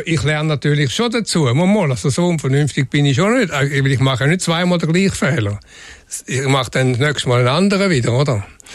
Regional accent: Switzerland; Aber natürlich an sich als Schweizer ist es nicht gerade naheliegend

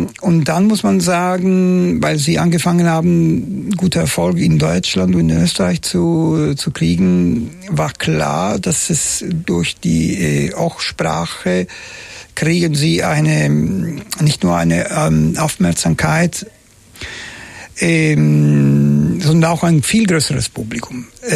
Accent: Palermo, Sicily, Italy; German is a second language; Guarda, das Ende der 60er Jahre, ich lebte in Palermo, meine Heimatstadt, und die war natürlich noch nicht so.

